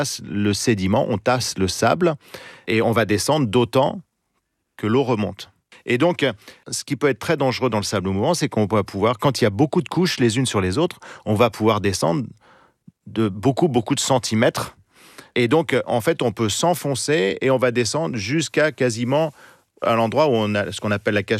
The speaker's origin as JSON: {"language": "French", "region": "Normandy", "country": "France", "said": "Oui, parce que je suis normand et que le plus bel endroit pour voir des sables mouvants, ça s'appelle la baie du Mont-Saint-Michel."}